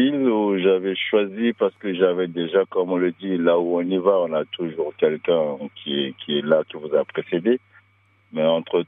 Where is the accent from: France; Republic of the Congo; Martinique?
Republic of the Congo; Moi je suis du Congo Brazzaville.